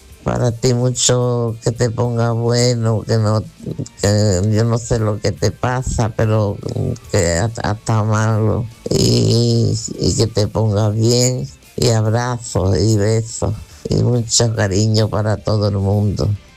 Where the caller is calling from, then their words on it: Churriana, Andalusia, Spain; Hola, Manolo. Manolo Gordo, hola. … de Churriana, Málaga.